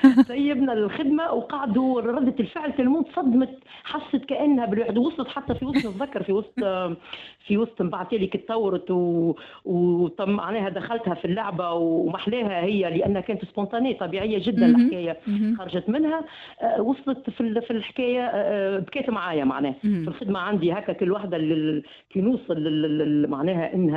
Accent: Tunisia; كان انا تونسيه

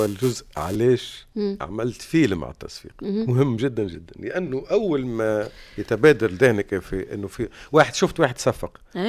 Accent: Tunisia; مش من جنسيتي، خلي يعني انا

